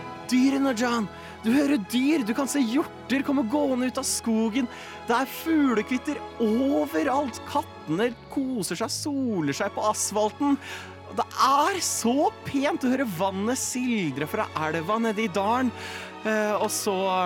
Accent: Nittedal, Akershus, Norway; Jeg var hjemme i Nittedal, der hvor jeg har vokst opp, for å feire bursdagen min i helgen.

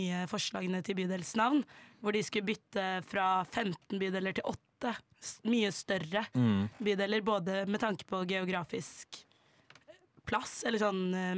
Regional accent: Oslo, Norway; jeg er jo fra Oslo, født og oppvokst.

